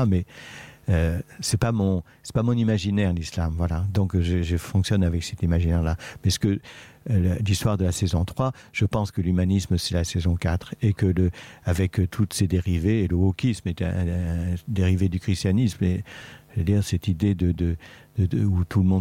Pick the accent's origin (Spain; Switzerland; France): France; western France; moi, je viens d'une région, c'était les Chouans.